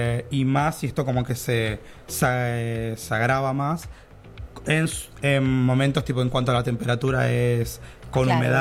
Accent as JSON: {"language": "Spanish", "country": "Argentina"}